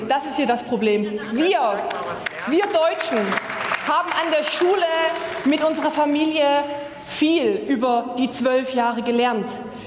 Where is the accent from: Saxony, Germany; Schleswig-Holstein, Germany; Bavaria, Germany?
Saxony, Germany; Nehmen wir meine Heimat Mittelsachsen, das Erzgebirge.